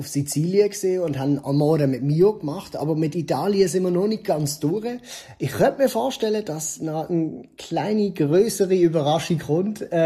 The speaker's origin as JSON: {"language": "German", "country": "Switzerland", "said": "als Schweizer"}